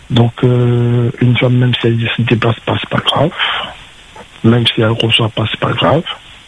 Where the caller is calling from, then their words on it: Réunion; Je suis de l'Ouest.